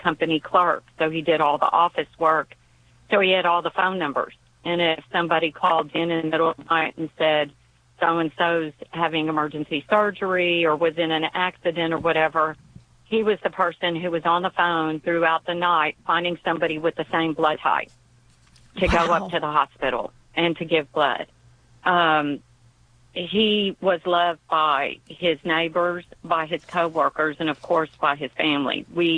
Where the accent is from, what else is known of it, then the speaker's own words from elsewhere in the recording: Healy, Texas, United States; I'm actually from Healy, Texas, which is about 20 miles east of Columbus.